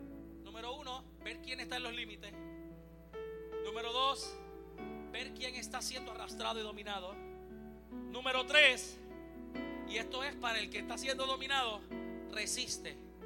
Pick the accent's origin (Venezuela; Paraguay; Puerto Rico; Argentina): Puerto Rico; Hatillo; De donde yo soy, de allí de Carrizales en Atillo